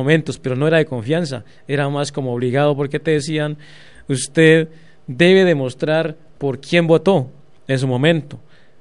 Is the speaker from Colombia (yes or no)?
yes; Colombia; nosotros también somos colombianos, nosotros también tenemos derechos y también tenemos oportunidades